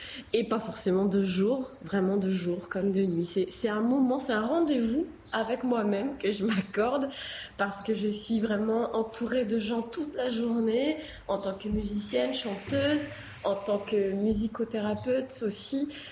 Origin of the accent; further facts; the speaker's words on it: Réunion, France; Et je me suis dit, non, moi je suis française, et en plus de la Réunion